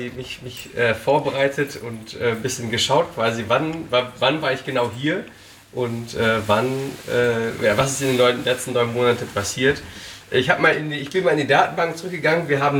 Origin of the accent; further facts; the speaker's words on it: Osnabrück, Lower Saxony, Germany; Aus Osnabrück.